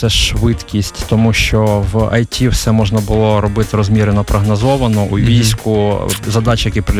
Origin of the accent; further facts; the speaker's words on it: Kyiv, Ukraine; Я киянин, і я вперше в житті переїхав. Я все життя живу в Києві, я вперше переїхав.